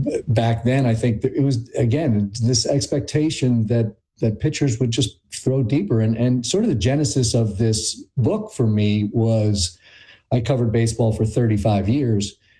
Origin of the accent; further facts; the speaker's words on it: New York, United States; I was born and raised in New York. I was 7 years old when the Mets won the World Series in 1969.